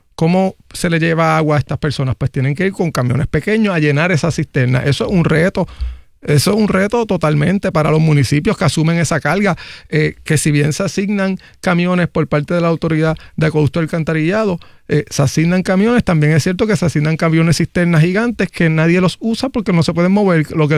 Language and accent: Spanish; Aguada, Puerto Rico; El noroeste de donde yo soy, Aguada